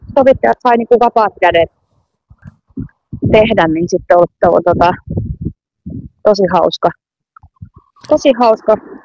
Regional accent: Oulu, North Ostrobothnia, Finland; born there; mä olen syntynyt Oulussa.

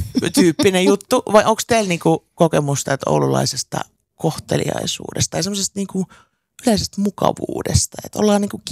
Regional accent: Helsinki, Uusimaa, Finland; now in Oulu, Finland; tämä on tausta siitä, että mä oon helsinkiläinen.

